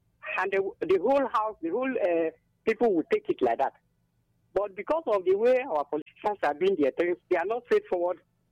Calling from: Nigeria; I'm coming on here from Iko.

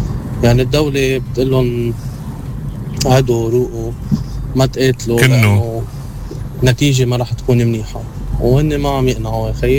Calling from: Lebanon; وعلينا كلبنانيين

